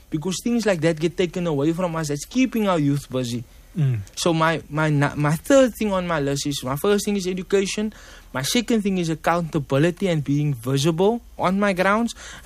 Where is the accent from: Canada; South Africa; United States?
South Africa; Cape Town, Western Cape; I'm from Mitchell's Plain, so I'm automatically a collision.